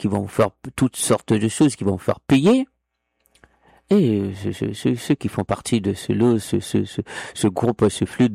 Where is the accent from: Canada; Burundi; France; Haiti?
Haiti; Parce que moi, je suis haïtien, je commets une erreur, et puis après, on va dire que tous les haïtiens sont comme moi.